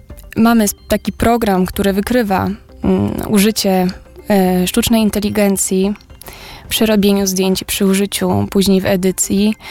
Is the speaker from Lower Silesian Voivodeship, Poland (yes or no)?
no; Masovian Voivodeship, Poland; Jako, że wywodzę się właśnie z Kurpi, to zebrałabym ją tam na swoje tereny.